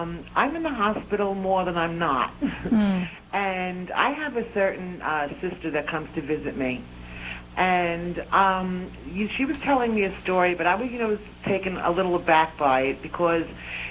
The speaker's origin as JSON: {"language": "English", "town": "Staten Island", "region": "New York", "country": "United States", "said": "I'm from Staten Island, New York."}